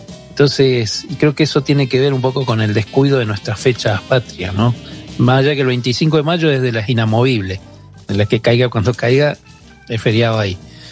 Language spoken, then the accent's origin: Spanish; Itatí, Corrientes, Argentina; Y en los pueblos, pasó en mi pueblo, en Itatí, el domingo.